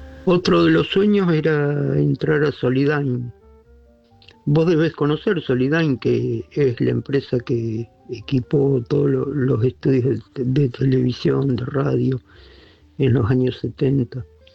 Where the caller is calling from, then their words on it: San Nicolás, Buenos Aires Province, Argentina; de San Nicolás.